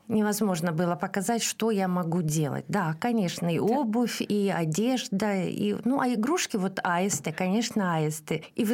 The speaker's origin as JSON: {"language": "Russian", "country": "Belarus", "tie": "born or raised there", "moved": "yes", "lives_now": "Komi Republic, Russia", "said": "Я родилась и выросла в Белоруссии"}